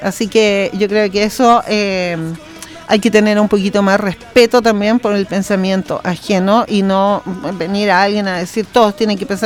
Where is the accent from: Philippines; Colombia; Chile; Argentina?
Chile; Y aquí todos somos chilenos y todos debemos respetarnos